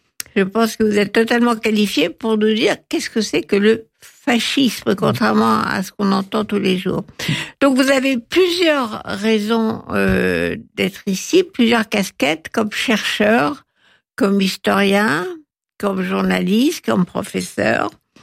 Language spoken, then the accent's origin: French; France; comme nous on peut le faire en tant que Français.